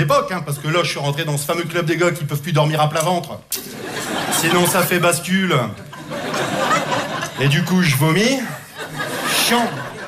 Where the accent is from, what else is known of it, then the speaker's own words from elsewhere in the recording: France; moved away as an adult; now in Belgium; je suis content parce que je suis français. Mais je me soigne, ça fait 20 ans que j'habite en Belgique.